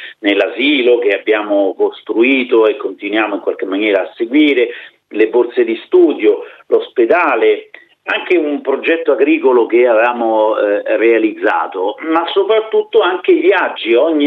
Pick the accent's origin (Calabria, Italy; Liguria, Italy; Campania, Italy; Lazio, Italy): Lazio, Italy; Rome; born there; Io mi trovo nella parrocchia di Selvacandida, sono parroco, ma sono nel comune di Roma, sono nato a Roma.